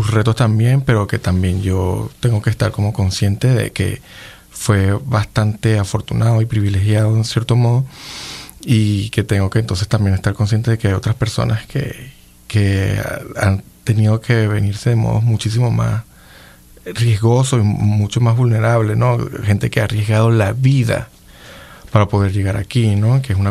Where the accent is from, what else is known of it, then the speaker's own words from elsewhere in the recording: Venezuela; nosotros, por ejemplo, los venezolanos hablamos durísimo. O sea, nosotros hablamos con un volumen, porque somos caribeños